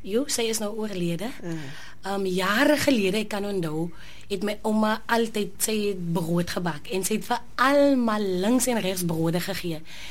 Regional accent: Calitzdorp, Western Cape, South Africa; also born or lived in Oudtshoorn; Ek het goed geword in Kallertsdorp.

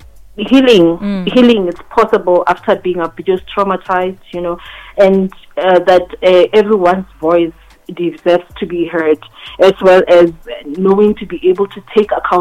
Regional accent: Seshego, Limpopo, South Africa; I'm a mother of two, born and bred in Seshego, but we are originally from Hamolepo, Lasterhoop.

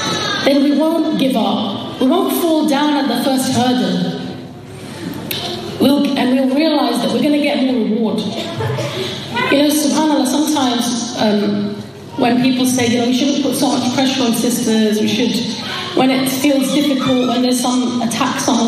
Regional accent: Hackney, London, United Kingdom; she used to walk on the streets of, we grew up in Hackney. She used to walk walk on the streets of Hackney at a time when nobody wore hijab.

